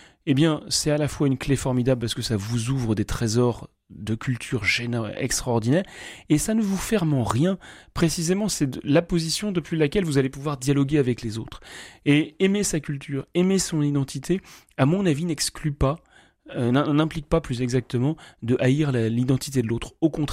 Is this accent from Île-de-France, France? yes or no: no; Lille, Hauts-de-France, France; moi je sais que je suis un homme, je suis français, je suis du diocèse de Lille, enfin en tout cas de la région lilloise.